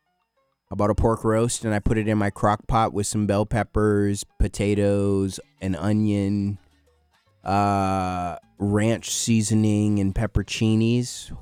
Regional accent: United States

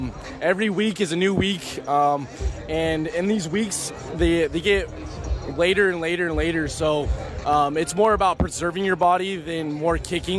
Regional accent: Auburn, California, United States; now in Davis, United States; Shout out Auburn, California. That's my hometown.

